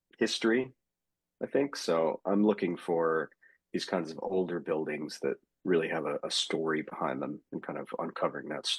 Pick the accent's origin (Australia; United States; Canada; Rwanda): United States; Tampa, Florida; if I hadn't have grown up in Tampa.